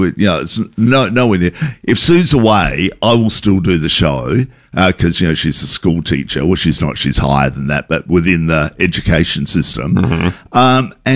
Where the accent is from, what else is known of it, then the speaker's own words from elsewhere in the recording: Adelaide, South Australia, Australia; also born or lived in Melbourne / Sydney; Well, I'm originally from Adelaide.